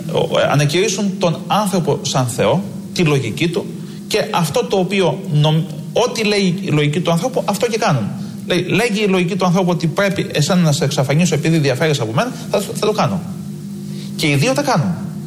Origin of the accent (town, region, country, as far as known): Greece